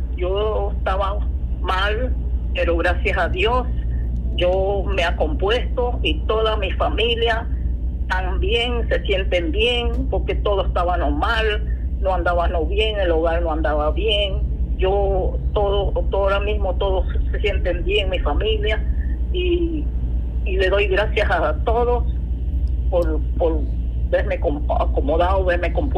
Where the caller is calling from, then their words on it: Arraiján, Panamá Oeste, Panama; De Arreján.